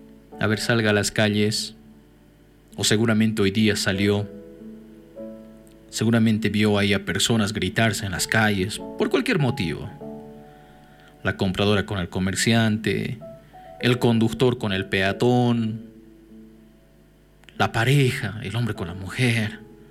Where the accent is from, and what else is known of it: Bolivia